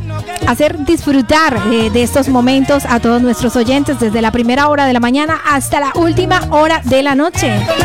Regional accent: Cali, Valle del Cauca, Colombia

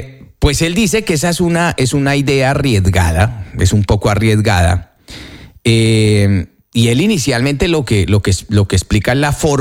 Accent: Colombia; yo no tengo que hacer aquí mucho esfuerzo para explicarle cómo somos los colombianos.

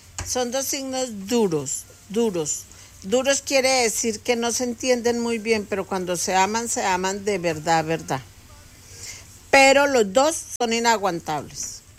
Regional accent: Colombia; tarotista colombiana

